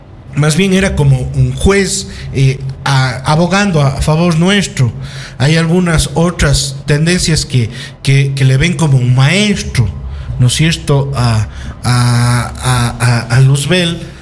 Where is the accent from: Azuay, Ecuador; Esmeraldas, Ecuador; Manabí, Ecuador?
Azuay, Ecuador; Cuenca; yo también soy de Cuenca. Y yo vivo por la UDA.